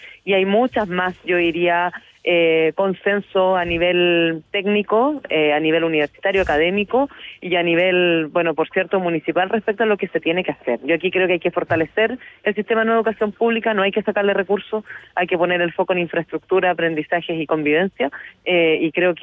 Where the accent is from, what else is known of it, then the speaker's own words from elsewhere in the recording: Santiago, Santiago Metropolitan Region, Chile; yo soy de Quinta Normal, soy nacida, criada en la comuna, vivo en la comuna